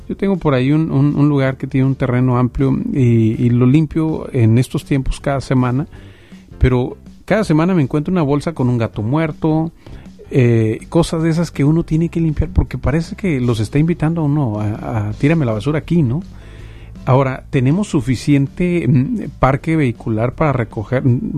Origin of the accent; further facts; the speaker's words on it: Culiacán, Sinaloa, Mexico; Yo como culichi